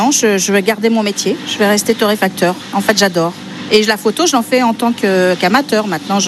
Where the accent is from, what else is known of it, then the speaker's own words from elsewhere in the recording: Saint-Amand-Montrond, Centre-Val de Loire, France; moved away as an adult; also born or lived in Paris; je suis de Saint-Amand-de-Montrond.